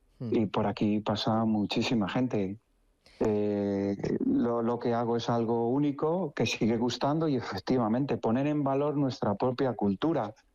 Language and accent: Spanish; Salamanca, Castile and León, Spain; la dehesa salmantina de mi tierra